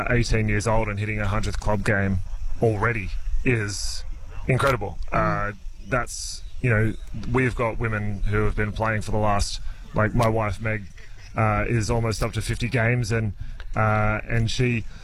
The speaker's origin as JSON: {"language": "English", "town": "Melbourne", "region": "Victoria", "country": "Australia", "tie": "born or raised there", "also_born_or_lived": "Adelaide / Sydney", "moved": "yes", "lives_now": "Dubbo, Australia", "said": "Oh, I'm originally from Adelaide. Grew up Melbourne, but then, you know, with families moving around, you know, with Dad's work, we followed our way up to Sydney and then moved to Dubbo"}